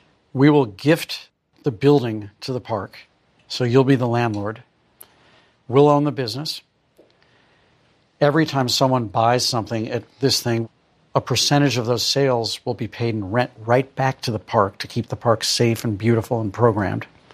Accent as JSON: {"language": "English", "town": "St. Louis", "region": "Missouri", "country": "United States", "tie": "born or raised there", "said": "I watched my dad go through a few bankruptcies growing up in St. Louis"}